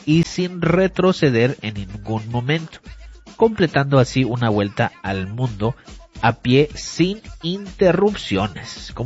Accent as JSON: {"language": "Spanish", "town": "Monterrey", "region": "Nuevo León", "country": "Mexico", "moved": "yes", "lives_now": "Omaha, United States", "said": "a Monterrey, de donde yo soy"}